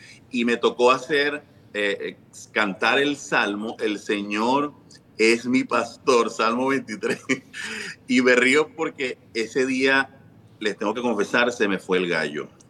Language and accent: Spanish; Venezuela; soy venezolano, cantautor de nuestra tierra hermosa, Venezuela